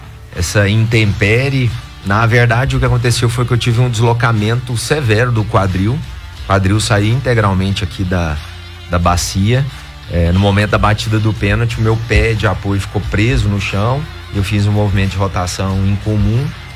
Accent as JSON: {"language": "Portuguese", "country": "Brazil", "said": "nós brasileiros temos essa característica de acolhimento, de empatia"}